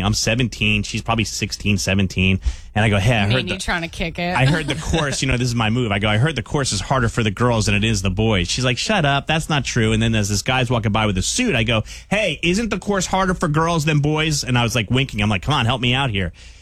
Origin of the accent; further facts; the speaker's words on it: New York, United States; accent: New York; Listen to my New York accent, how thick it is.